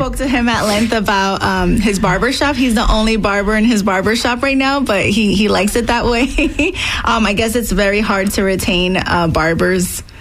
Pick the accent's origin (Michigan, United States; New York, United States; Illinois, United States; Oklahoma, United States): New York, United States; Brooklyn; born there; Well, I was born in Brooklyn, New York, in a very Dominican neighborhood in the 90s